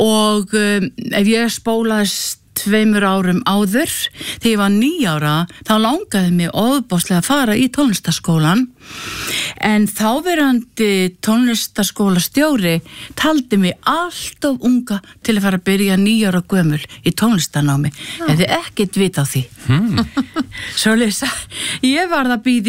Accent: Hvolsvöllur, Southern Region, Iceland; also born or lived in Rauðalækur / Djúpadalur; Ég að mestu leiti alinn upp á Hvolsvelli. Ég fædd á Rauðalæki Holtum, svo flýst ég í Djúpadal, svo flýst ég á Hvolsvell og svo á Sunnukvol sem rétt bara utan við Hvolsvöll

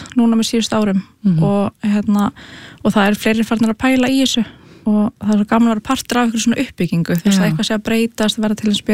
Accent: Reykjavík, Capital Region, Iceland; Herra, ég ólst upp í Breiðholti og var í Hólabrekkskóla og flutti hana í hérna Gaggó í Fossvogin

